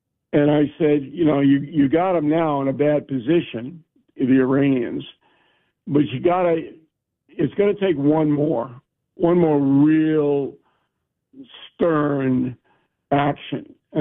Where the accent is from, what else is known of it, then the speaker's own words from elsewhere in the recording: Levittown, New York, United States; I'm from Levittown. I'm an American.